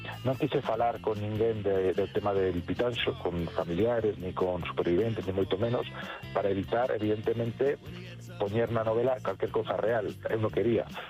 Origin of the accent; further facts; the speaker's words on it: Castile and León, Spain; now in Vigo, Spain; Eu son zamorano, aunque levo moitos anos ya por Galicia